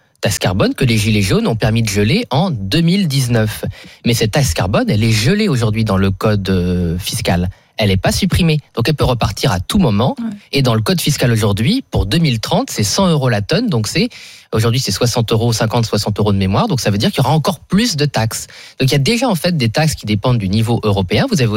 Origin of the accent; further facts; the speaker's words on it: Boulogne-sur-Mer, Hauts-de-France, France; born there; Moi, je suis né à Boulogne-sur-Mer, qui était le premier port de pêche français.